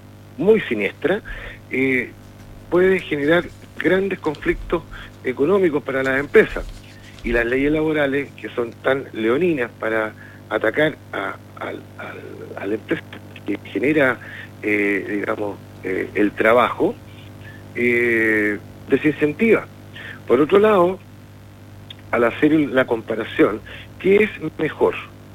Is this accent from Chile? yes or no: yes; Chile